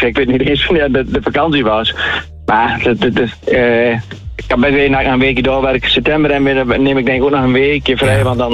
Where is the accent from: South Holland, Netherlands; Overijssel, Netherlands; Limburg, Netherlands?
Overijssel, Netherlands; De Krim; now in Elim, Netherlands; ik kom oorspronkelijk zelf uit de Krim.